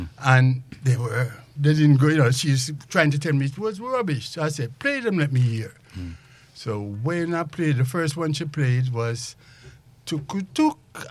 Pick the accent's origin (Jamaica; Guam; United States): Jamaica; Growing up in Jamaica, which I have a book said, growing up in Jamaica with reggae music